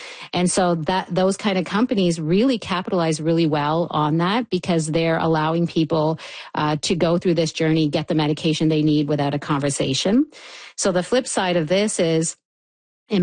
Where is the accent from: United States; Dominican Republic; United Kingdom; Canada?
Canada